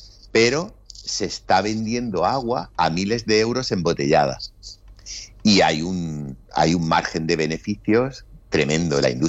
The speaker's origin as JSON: {"language": "Spanish", "country": "Spain", "moved": "yes", "lives_now": "Denmark", "said": "Nosotros en España tenemos la suerte de tener, vivo en Dinamarca"}